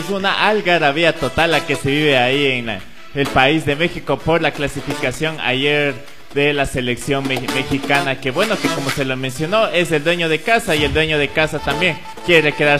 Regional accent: Ecuador; como ecuatorianos también, yo me incluyo en esa lista

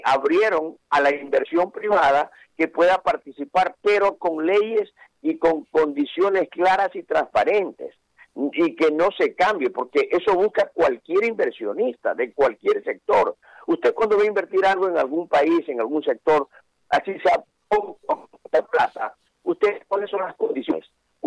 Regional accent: Ecuador; así somos los ecuatorianos.

